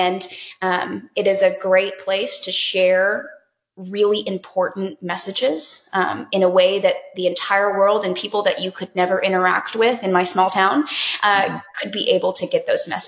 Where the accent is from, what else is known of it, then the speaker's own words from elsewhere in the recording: Texas, United States; now in Alabama, United States; Yes, I was born and raised in Texas. I am now in Alabama.